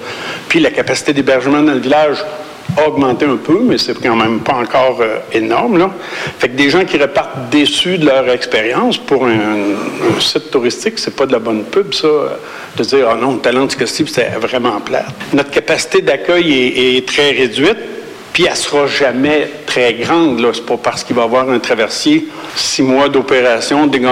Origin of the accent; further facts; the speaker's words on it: Quebec, Canada; Je viens de la Côte-Nord